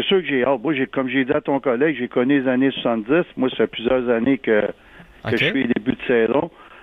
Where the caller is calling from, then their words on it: Montreal, Quebec, Canada; moi, je viens de Montréal-Verdun